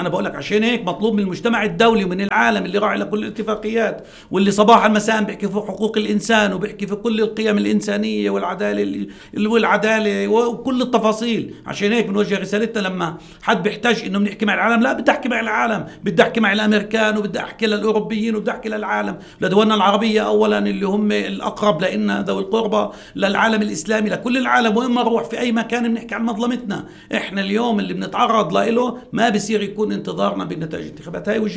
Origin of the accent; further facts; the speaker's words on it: Palestine; أنا كمواطن فلسطيني